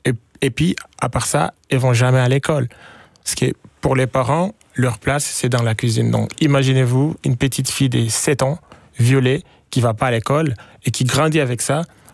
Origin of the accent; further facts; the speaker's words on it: East, DR Congo; Quand tu arrives au Congo, c'est comme la musique, en fait. Moi, j'ai grandi à l'Est, donc là, c'est comme la musique.